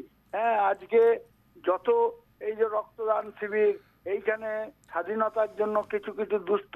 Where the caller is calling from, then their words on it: Budbud, West Bengal, India; আমি পশ্চিমবঙ্গের পূর্ব বর্ধমান জেলার বুধবুর থেকে